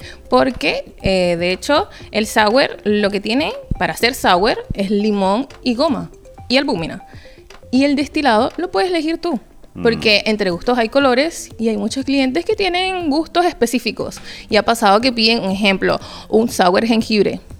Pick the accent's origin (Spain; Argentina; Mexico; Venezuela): Venezuela; moved away as an adult; now in Chile; soy venezolana. Llevo 8 años aquí.